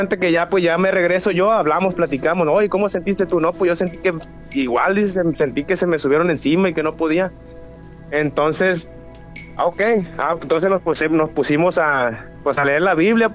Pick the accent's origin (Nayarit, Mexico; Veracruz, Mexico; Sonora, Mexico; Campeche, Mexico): Nayarit, Mexico; Santiago Ixcuintla; pero pues tengo una historia que yo soy originario de Santiago Ixcuintla, Nayarit.